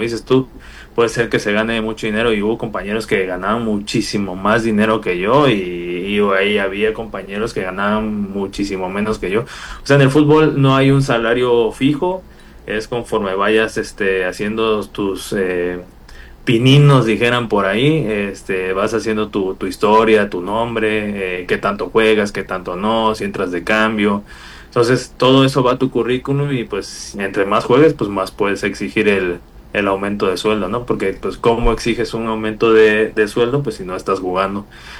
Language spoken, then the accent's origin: Spanish; San Juan Evangelista, Veracruz, Mexico; estaba de vacaciones en mi casa en San Juan Evangelista, bueno, casa de mis papás en San Juan Evangelista, mi pueblito.